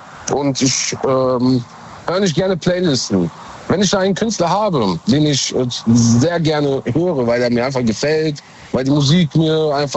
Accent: Mönchengladbach, North Rhine-Westphalia, Germany; Ich komme aus Gladbach, Mönchengladbach.

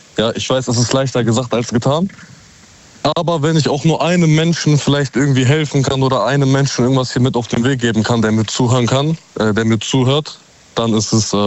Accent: Recklinghausen, North Rhine-Westphalia, Germany; born there; Ich komme gebürtig aus Recklinghausen.

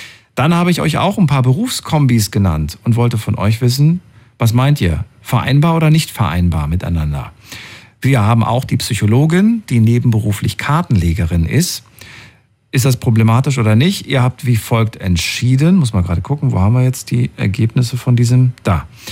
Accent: Thuringia, Germany

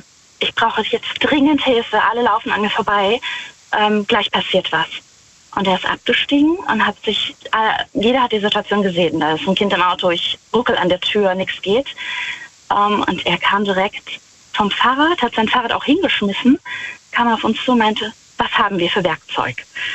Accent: Rhineland-Palatinate, Germany; Ich fahre gleich an der Abtei Immeroth vorbei. Ich bin aus der Nähe von Wittlich.

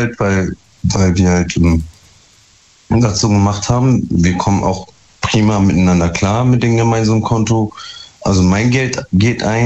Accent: Duisburg, North Rhine-Westphalia, Germany; Ich komme aus Duisburg.

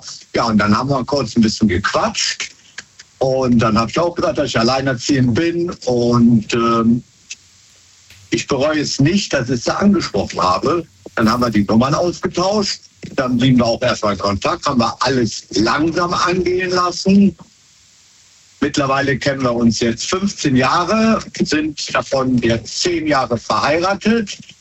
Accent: Wesseling, North Rhine-Westphalia, Germany; Aus Wesseling.

